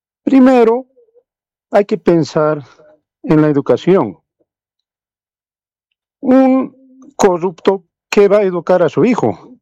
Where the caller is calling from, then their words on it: Bolivia; cada boliviano